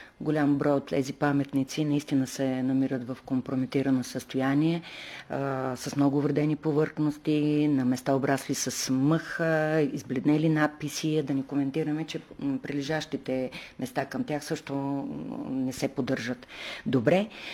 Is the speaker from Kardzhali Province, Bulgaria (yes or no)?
yes; Kardzhali, Kardzhali Province, Bulgaria; Аз съм си от Кърджали, моите корени са от тук.